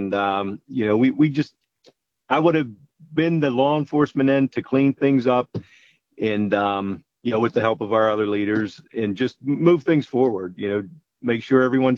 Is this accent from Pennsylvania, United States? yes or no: yes; Pittsburgh, Pennsylvania, United States; I'm born and raised in Pittsburgh, Northside, and still there, obviously.